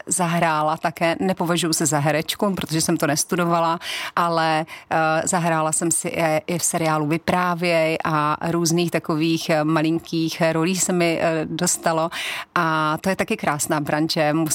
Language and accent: Czech; Brno, South Moravian Region, Czechia; Je to tak, ano, já jsem rodačka z Brna. A ráda to říkám i s tím su.